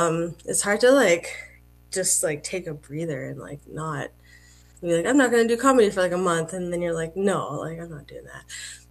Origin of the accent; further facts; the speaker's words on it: Red Deer, Alberta, Canada; So where I'm from originally and where I started comedy are two different places, but they actually link up eventually. So I grew up around Red Deer.